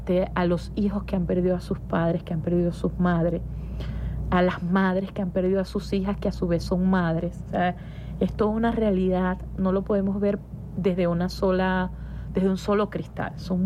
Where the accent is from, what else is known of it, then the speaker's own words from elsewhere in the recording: Venezuela; lo amoroso que somos los venezolanos y las venezolanas